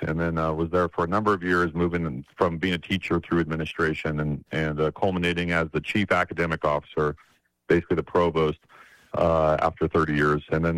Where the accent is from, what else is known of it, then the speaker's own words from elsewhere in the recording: Rock Springs, Wyoming, United States; Yeah, I'm originally from Rock Springs, so I know the western side of the state and love it. And I grew up in Rock Springs, graduated from Rock Springs High School in 1992